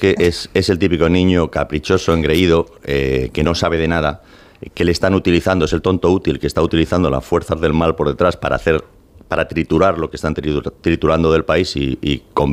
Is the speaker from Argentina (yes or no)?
no; Spain; now in United States; yo soy ciudadano americano, soy español, porque nací aquí y tal, y fui al Colegio de los Sagrados Corazones